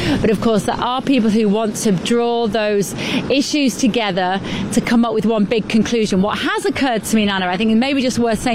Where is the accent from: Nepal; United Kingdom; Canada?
United Kingdom; England; accent: English; in my English accent.